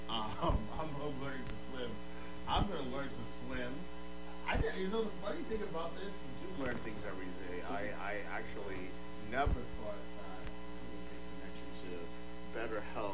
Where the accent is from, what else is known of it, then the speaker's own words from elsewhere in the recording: Antigua & Barbuda; when I studied in the U.S., and I used to tell people, you know, I'm from Antigua